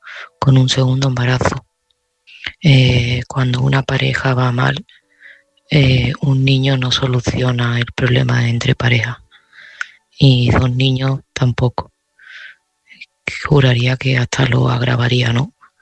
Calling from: Seville, Andalusia, Spain; de Sevilla

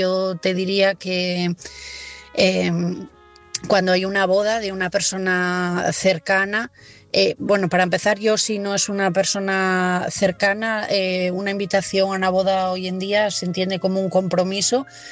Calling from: Asturias, Spain; de Asturias y mi mensaje esta noche es para Javier.

